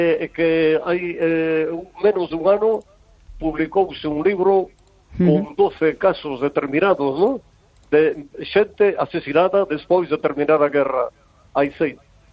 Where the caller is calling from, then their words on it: Vigo, Galicia, Spain; Sí, vamos a ver